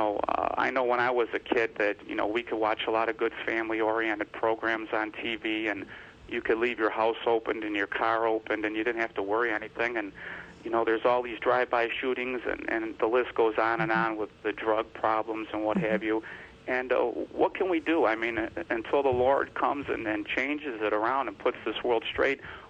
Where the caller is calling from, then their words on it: New York, United States; We're from New York.